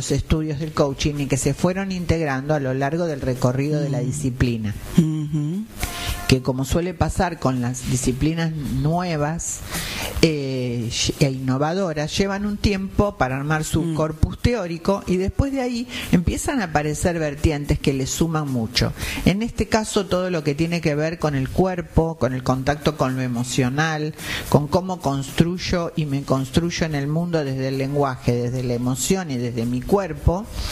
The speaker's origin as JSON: {"language": "Spanish", "country": "Argentina", "said": "nos pasa como argentinos."}